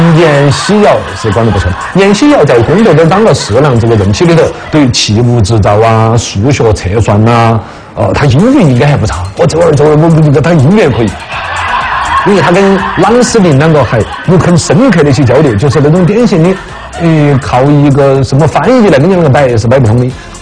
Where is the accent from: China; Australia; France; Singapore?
China; 这个也是我们中国人老话